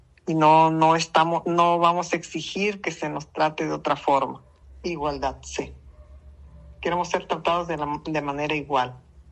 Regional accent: Pinotepa Nacional, Oaxaca, Mexico; yo estudié en la ciudad de Pinotepa, yo vivo en el Cirilo, no me casé para acá, pero yo de niña estudié ahí en Pino.

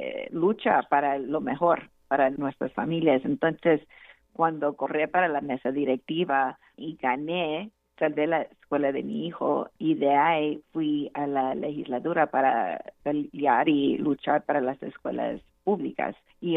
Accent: Brownsville, Texas, United States; now in Austin, United States; yo soy del Valle, de Brownsville. Nací en el Valle y fui a escuela en Brownsville.

